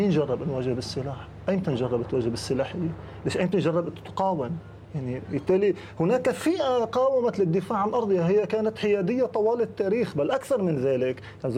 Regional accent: Lebanon; يعني السؤال عندنا بلبنان غريب

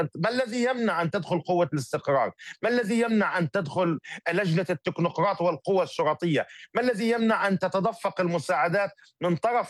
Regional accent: Palestine; نحن كشعب فلسطيني عندما حمل الشعب الفلسطيني السلاح ليس عشقا بالسلاح ولا عشقا بالقتل

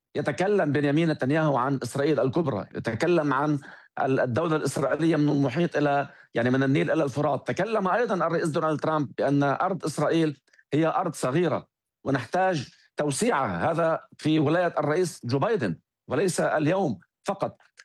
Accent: Lebanon; ولكن علينا كلبنانيين اليوم أولوية الدفاع عن لبنان

